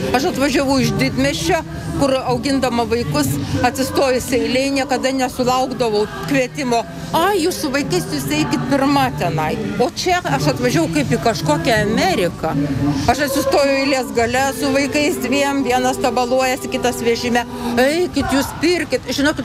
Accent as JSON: {"language": "Lithuanian", "town": "Šiauliai", "region": "Šiauliai County", "country": "Lithuania", "tie": "born there", "moved": "as an adult", "lives_now": "Akmenė, Lithuania", "said": "nors gimiau Šiauliuose"}